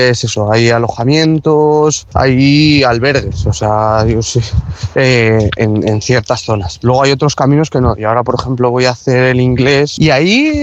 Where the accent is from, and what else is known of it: Burgos, Castile and León, Spain